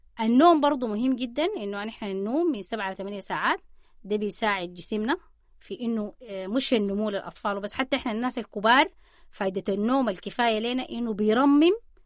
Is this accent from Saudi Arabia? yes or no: no; Sudan; احنا كسودانيين طبعا بنحب اللحمة